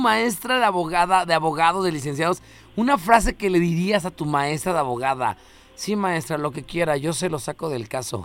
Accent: Mexico City, Mexico; moved away; Yo no soy de aquí, yo soy de Ciudad de México.

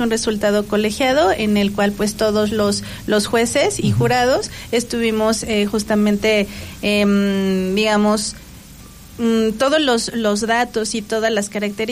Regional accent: State of Mexico, Mexico; soy de aquí del Estado de México

